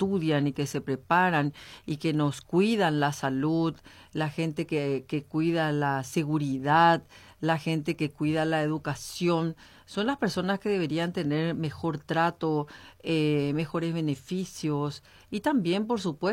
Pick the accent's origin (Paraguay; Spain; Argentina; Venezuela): Paraguay